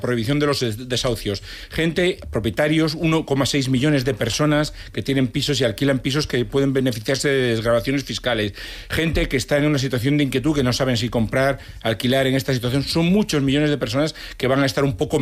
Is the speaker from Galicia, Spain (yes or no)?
yes; Ferrol, Galicia, Spain; Sí, además somos medio de Ferrol los dos. Bueno, que él nació en Vigo, pero